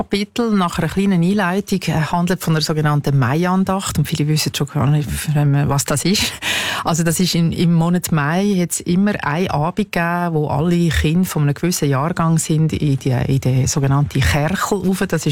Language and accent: German; Switzerland; in meinem Geburtsort Schweiz, wo ich aufgewachsen bin